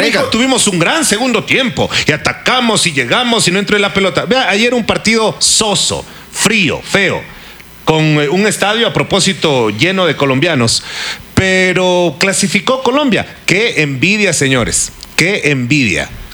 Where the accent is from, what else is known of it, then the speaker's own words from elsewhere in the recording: Ecuador; Que el rendimiento de nosotros, los ecuatorianos, digo porque tampoco es que ya no somos ecuatorianos. Nosotros los ecuatorianos.